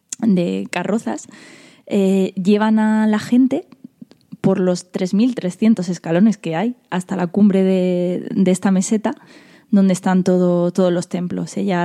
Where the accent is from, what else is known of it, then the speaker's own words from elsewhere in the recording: Motril, Andalusia, Spain; es de mi pueblo, de Motril, Granada.